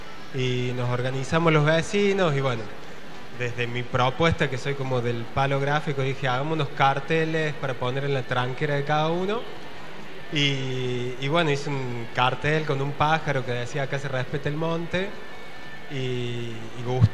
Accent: Córdoba, Argentina; soy de Córdoba

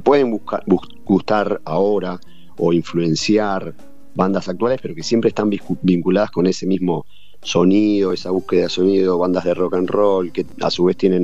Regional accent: Tigre, Buenos Aires Province, Argentina; somos de Tigre, que es parecido al Mississippi.

